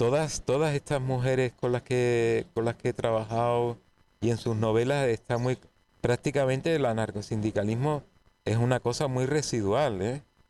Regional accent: Spain

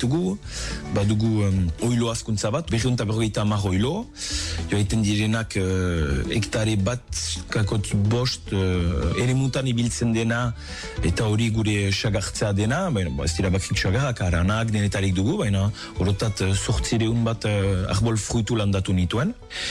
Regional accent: Bayonne, Nouvelle-Aquitaine, France; Azken finean ni Baionakoa naiz eta garai batez barri izan dut urrundu Baionatik

